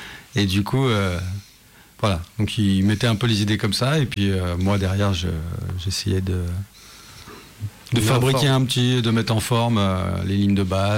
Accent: Saint-Denis, Île-de-France, France; Donc moi, je suis de Paris aussi, fin de Saint-Denis.

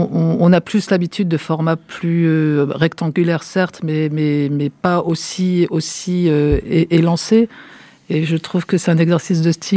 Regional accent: Mulhouse, Grand Est, France; Alors, je viens d'une région qui était une ancienne région textile. En plus, je suis de Mulhouse, qui est vraiment une ancienne ville industrielle liée au textile.

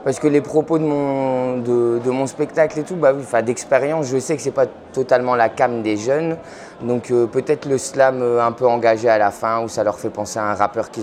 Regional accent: Belgium; Je suis belge

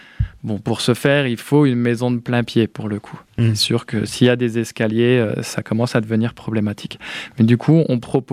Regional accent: Chaumont, Grand Est, France; moved away as an adult; also born or lived in Dijon; now in Die, France; Moi, je suis à côté de Colombey-les-Deux-Églises, en Haute-Marne. Du coup, je suis né à Chaumont, j'ai fait mes études au lycée Charles de Gaulle, STI Bois, BTS Bois

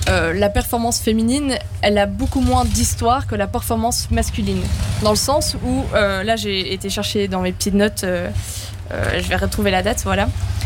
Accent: Fontainebleau, Île-de-France, France; moi je viens de Fontainebleau et là-bas je fais des sorties effectivement en non-mixité choisie, donc avec Girls in Blue qui est une association montée par Caroline Sino.

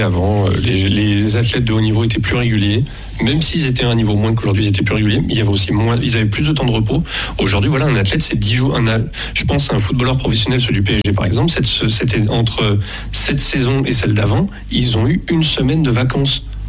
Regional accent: France; je suis français.

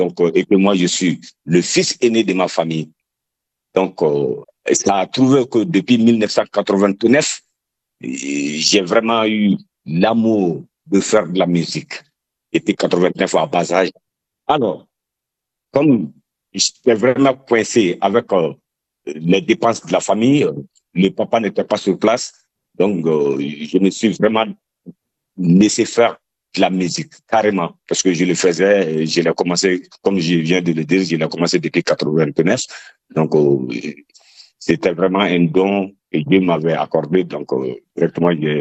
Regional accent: Kolondjeba, Sikasso, Mali; Alors, je suis originaire du Mali et précisément de la région de Sikasso. Et je suis né dans un cercle, le cercle s'appelle Kolondjeba.

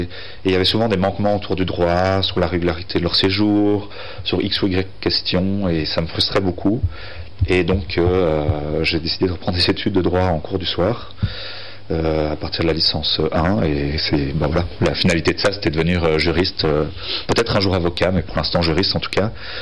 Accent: Belgium; moved away as an adult; now in France; je suis pas français, je viens de Belgique.

